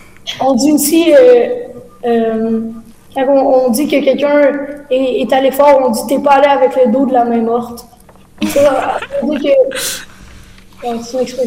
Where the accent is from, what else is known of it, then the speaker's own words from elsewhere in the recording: Quebec, Canada; nous, au Québec, on a la Saint-Jean-Baptiste.